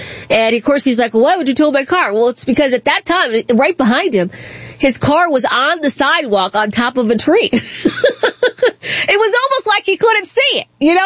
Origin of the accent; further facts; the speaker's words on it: Prince George's County, Maryland, United States; I grew up in Prince George's County.